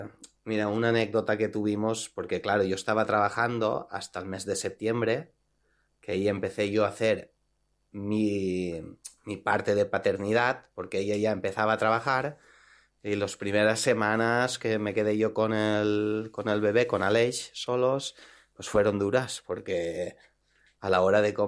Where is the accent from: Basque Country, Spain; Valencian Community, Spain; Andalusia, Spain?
Valencian Community, Spain; Alicante; now in Vilanova i la Geltrú, Spain; ella trabaja aquí en Vilanova i la Geltrú, nosotros somos de Alicante